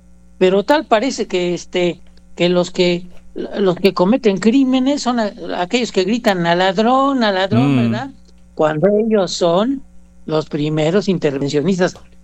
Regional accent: Mexico; yo como mexicano, como una gente que está acá contemplando un poco desde México hacia América Latina

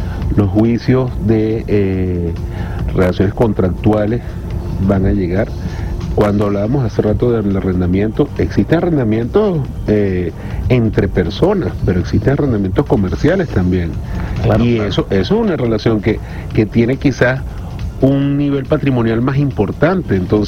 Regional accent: La Guaira, Venezuela; quien te habla, mi querido hermano, es hijo de La Guaira. Yo soy nacido en el Hospital José María Vargas.

